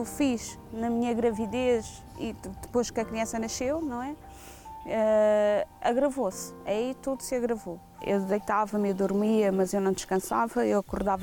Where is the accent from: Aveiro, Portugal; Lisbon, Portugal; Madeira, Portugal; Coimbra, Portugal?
Madeira, Portugal; Ribeira Brava; moved away as an adult; Eu nasci e cresci na Ribeira Brava, na Ilha da Madeira.